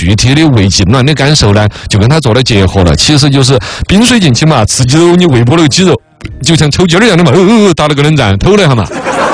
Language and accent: Chinese; China; 像我们中国人基本上对喝热水都是一种执念。